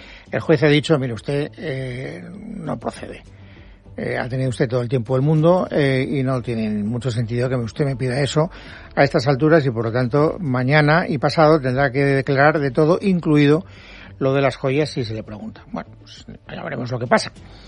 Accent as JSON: {"language": "Spanish", "region": "Valencian Community", "country": "Spain", "said": "Bueno, pues que ella me perdone. Soy valenciano."}